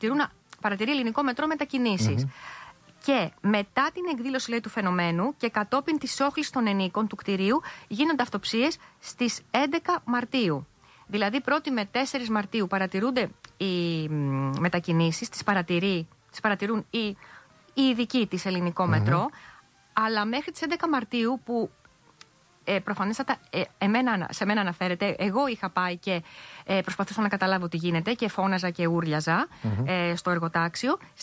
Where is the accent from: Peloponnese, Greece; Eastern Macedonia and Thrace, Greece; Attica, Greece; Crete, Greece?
Attica, Greece; Athens; η μητέρα μου μένει στην οδό Κυψέλης 97. Είναι το πατρικό μου σπίτι, εκεί που γεννήθηκα και μεγάλωσα.